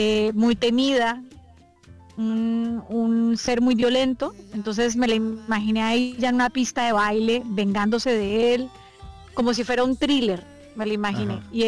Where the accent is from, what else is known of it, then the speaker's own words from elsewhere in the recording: Cali, Valle del Cauca, Colombia; also born or lived in Buenos Aires, Argentina; bachillerato, parte de la primaria, la universidad, toda en Colombia. Y Cali para mí fue como mi ciudad natal, como si lo fuera. Es la ciudad que me vio crecer, donde tuve mis primeras parejas, donde fui una persona adulta